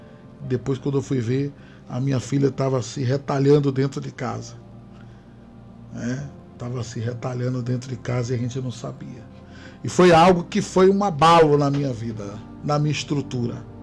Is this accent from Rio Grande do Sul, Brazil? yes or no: no; Porto Seguro, Bahia, Brazil; also born or lived in Goiás; fiquei cerca de uns 3 a 4 anos pastoreando aqui em Porto, que é minha cidade natal, Porto Seguro, e fui para o Goiás, o entorno de Brasília